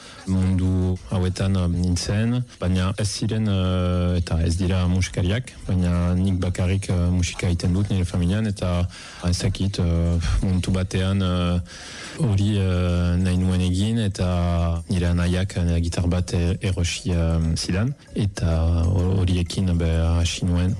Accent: Nouvelle-Aquitaine, France; born there; Basque is a second language; also born or lived in Tuscany, Italy; ongeta sortzi urte ditut eta emeritzen bizi naiz. Italiakoa naiz, Toskanakoa, baina 2000 eta batetik euskaren bizi naiz. Zibulu eta Donibane loitzunen artean handitea nintzen.

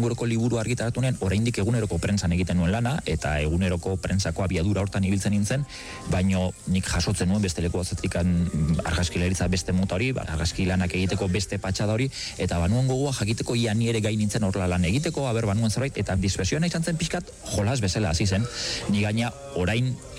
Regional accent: Hondarribia, Basque Country, Spain; now in Irun, Spain; ni Hondarribikoa naiz, Irunen bizi naiz

